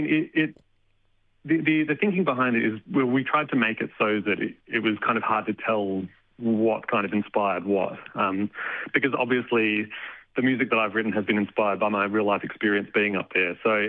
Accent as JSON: {"language": "English", "town": "Aberfoyle Park", "region": "South Australia", "country": "Australia", "tie": "born or raised there", "also_born_or_lived": "Melbourne", "said": "So I grew up around Aberfoyle Park, Flagstaff Hill, that area."}